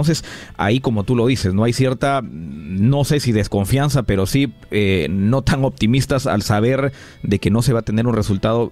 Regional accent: Peru

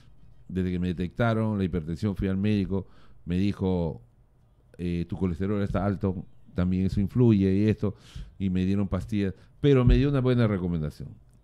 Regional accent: Pucallpa, Ucayali, Peru; en mi niñez, allá en Pucallpa, creo que comíamos muy sano.

